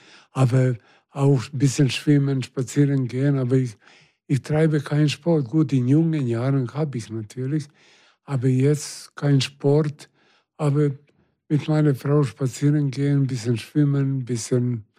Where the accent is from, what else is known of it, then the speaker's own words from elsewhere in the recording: Belgrade, Serbia; moved away as an adult; now in Germany; Wir sind beide aus Belgrad.